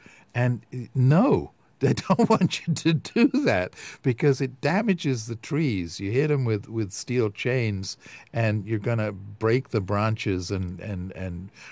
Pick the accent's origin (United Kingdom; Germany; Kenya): United Kingdom; England; moved away as an adult; now in United States; not known to me as an English person.